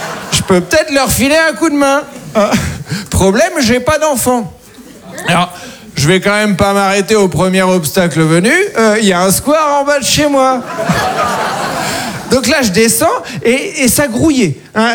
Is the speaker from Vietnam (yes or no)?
no; Caen, Normandy, France; also born or lived in Paris